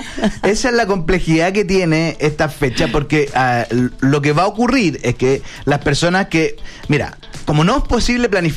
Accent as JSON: {"language": "Spanish", "country": "Chile", "said": "nosotros como chilenos"}